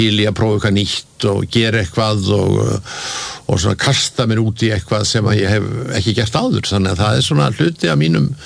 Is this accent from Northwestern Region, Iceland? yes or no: no; Reykjavik, Capital Region, Iceland; Já, ég sko alveg upp í Laugarneshverfinu og hérna bjóð þar þegar ég var ungur maður og ég man eftir mér þar fyrst í Sigtúni 35.